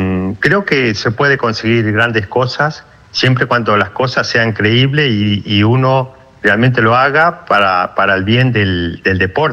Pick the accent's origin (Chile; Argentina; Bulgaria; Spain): Argentina; la idea era correr en Argentina, que tuve muy poco posibilidades de correr en mi país, y elegí la de Buenos Aires